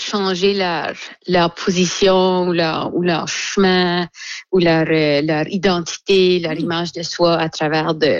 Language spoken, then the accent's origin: French; Dieppe, New Brunswick, Canada; now in Shediac, Canada; Là, moi, j'ai grandi à Dieppe.